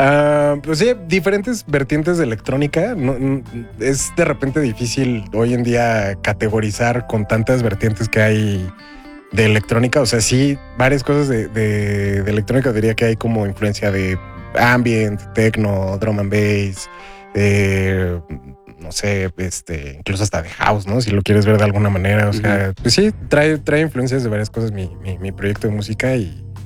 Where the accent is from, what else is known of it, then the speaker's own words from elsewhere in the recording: Cuautitlán Izcalli, State of Mexico, Mexico; yo soy originario de Cuautitlán Izcalli.